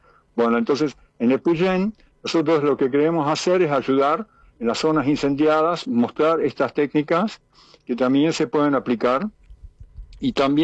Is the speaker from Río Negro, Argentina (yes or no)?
yes; Bariloche, Río Negro, Argentina; born there; moved away as an adult; also born or lived in Austria; Yo nací en Bariloche y me fui a Austria y allá estudié arquitectura y volví y, digamos, trabajé acá en la ciudad, en Bariloche.